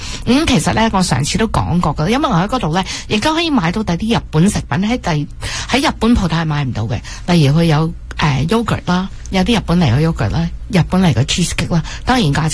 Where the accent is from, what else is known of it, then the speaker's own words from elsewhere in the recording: China; 我哋中國人咧飲茶嗰陣時候咧，係飲出去飲茶。